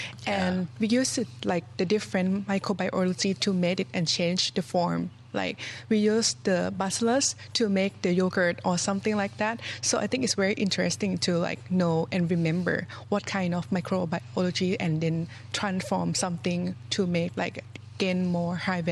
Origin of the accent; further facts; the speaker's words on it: Chiang Mai, Thailand; English is a second language; Yeah, exactly. So I born and raised in Chiang Mai, and I graduated from Chiang Mai as well.